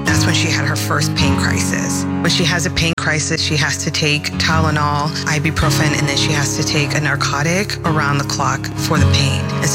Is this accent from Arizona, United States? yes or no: yes; Buckeye, Arizona, United States; We are from Buckeye, Arizona.